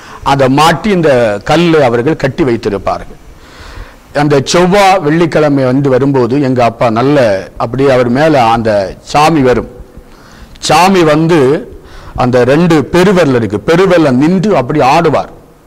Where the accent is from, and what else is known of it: Kollencode, Tamil Nadu, India; born or raised there